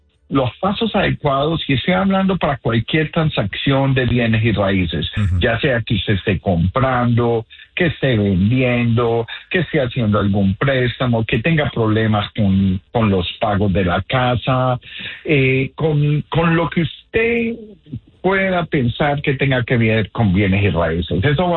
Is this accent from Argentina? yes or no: no; Colombia; now in United States; soy originalmente de Colombia, Sudamérica.